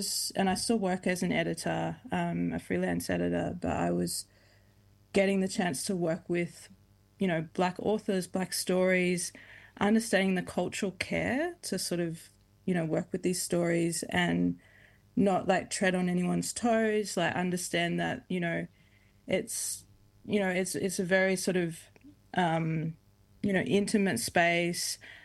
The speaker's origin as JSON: {"language": "English", "region": "Queensland", "country": "Australia", "said": "being a Queenslander, being a queer person, being a Black fella."}